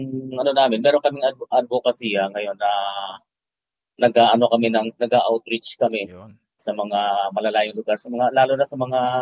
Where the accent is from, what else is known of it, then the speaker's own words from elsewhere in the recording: Mindanao, Philippines; By the way, I'm from Mindanao.